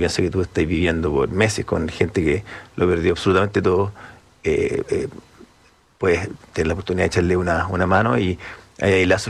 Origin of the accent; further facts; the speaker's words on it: Chile; porque para nosotros como chilenos